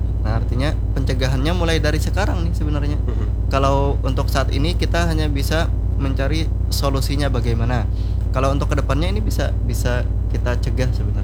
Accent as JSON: {"language": "Indonesian", "region": "South Kalimantan", "country": "Indonesia", "said": "Termasuk dikaitkan dengan nilai tadi Mbak Iman, Bu Untung, Batuah, kita orang Banjar lah."}